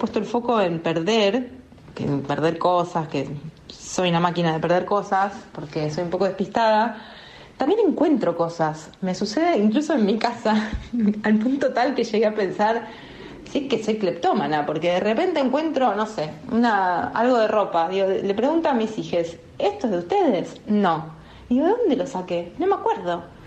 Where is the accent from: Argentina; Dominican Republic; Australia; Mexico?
Argentina; Floresta, Buenos Aires; de Floresta otra vez.